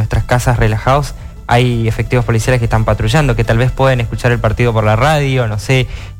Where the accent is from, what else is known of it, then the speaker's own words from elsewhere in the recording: Argentina; para como argentinos.